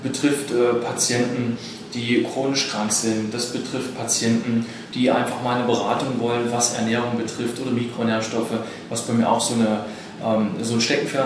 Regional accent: Halle, Saxony-Anhalt, Germany; Ich komme aus Halle und hatte halt in dem Umkreis geschaut, was ist so halbe Stunde bis 40 Minuten von meinem Wohnort entfernt.

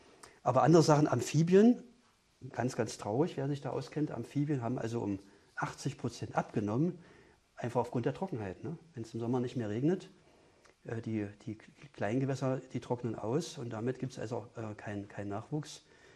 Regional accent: Potsdam, Brandenburg, Germany; now in Dessau, Germany; ich komme eigentlich aus Potsdam.

